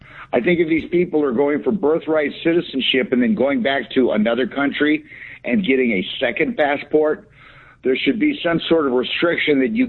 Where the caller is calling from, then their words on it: California, United States; I'm from California.